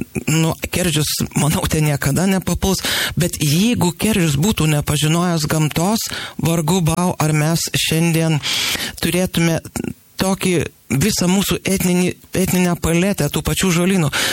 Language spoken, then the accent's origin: Lithuanian; Aukštaitija, Lithuania; mes esame aukštaičiai